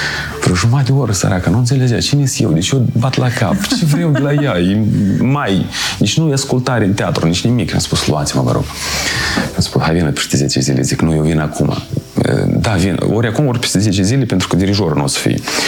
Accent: Moldova; moved away as an adult; Sunt din Moldova

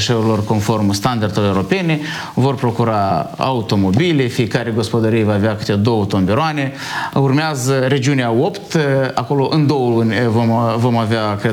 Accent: Soroca, Soroca District, Moldova; eu mai ales că sunt originar din Soroca, știu cât de mult este așteptat această stație de toți, dar nu doar de soroceni

